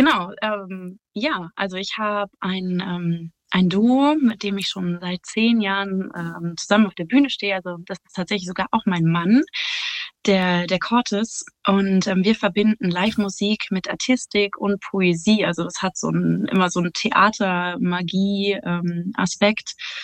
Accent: Berlin, Germany; born there; Ich bin gebürtig aus Berlin, befinde mich aber gerade in Kiel.

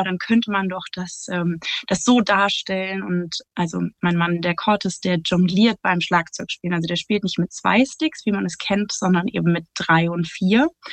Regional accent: Berlin, Germany; born there

